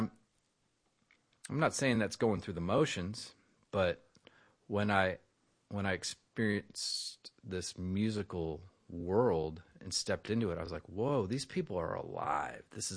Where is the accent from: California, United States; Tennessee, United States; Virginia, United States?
Tennessee, United States; Franklin; also born or lived in Nashville, Tennessee / Knoxville, Tennessee; I was in Franklin, Tennessee as a teenager. I went to high school in Nashville